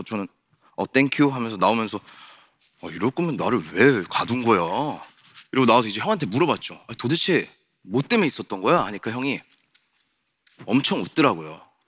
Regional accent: South Korea; 저는 대한민국에서 태어나서 한국에서 쭉 살아온 그냥 토종 한국인입니다.

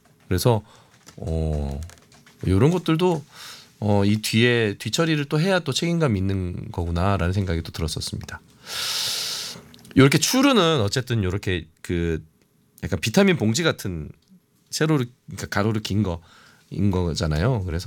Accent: Gyeongsang, South Korea; 저도 이제 경상도 사람이니까.

